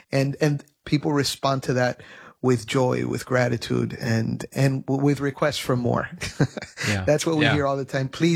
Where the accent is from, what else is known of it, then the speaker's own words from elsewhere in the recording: United States; born there; I'm Cuban American. I was born in the United States